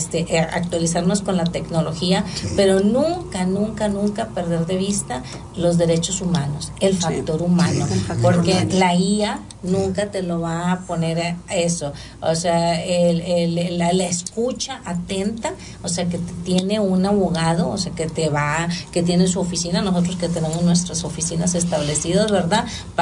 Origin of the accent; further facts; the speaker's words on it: Agujita, Coahuila, Mexico; moved away as an adult; also born or lived in Saltillo; Ustedes, pues gracias a Dios eran de la capital del estado, pero pues yo no, yo sí tuve que emigrar de Agujita, tuve que emigrar a Saltillo para poder estudiar mis 5 años en la universidad.